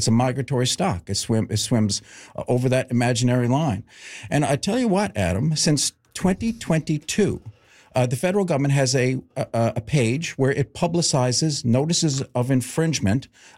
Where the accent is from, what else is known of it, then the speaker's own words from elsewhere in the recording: Newfoundland and Labrador, Canada; as a Newfoundlander